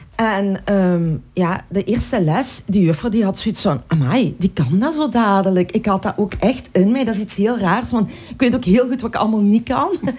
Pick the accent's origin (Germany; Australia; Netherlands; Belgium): Belgium; Lillo, Flanders; first language Spanish; moved away as an adult; En ik kwam uit Lilo. Middle of nowhere.